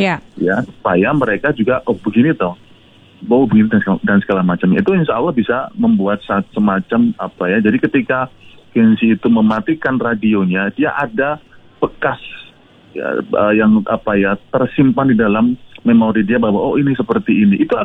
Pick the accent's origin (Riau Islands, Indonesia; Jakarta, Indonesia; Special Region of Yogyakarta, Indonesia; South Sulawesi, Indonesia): Special Region of Yogyakarta, Indonesia; Yogyakarta; Yang pertama itu secara umum ya, karena saya dari Jogja ya